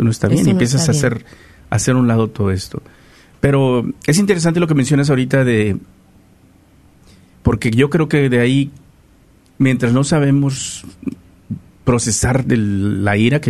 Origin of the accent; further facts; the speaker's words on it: Guerrero, Mexico; la mayoría sabe, ¿no?, que soy de Guerrero, y en Guerrero hablamos, que cuidado, ¿no?